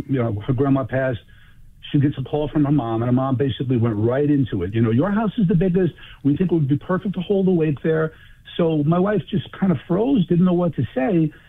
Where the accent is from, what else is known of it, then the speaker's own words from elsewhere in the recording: New York, United States; I grew up in Queens in New York, every possible religion, ethnic group